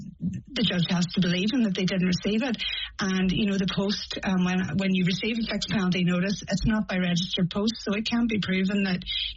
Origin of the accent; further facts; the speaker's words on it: Northern Ireland, United Kingdom; moved away as an adult; now in Ireland; as you can hear from my accent, I'm from Northern Ireland.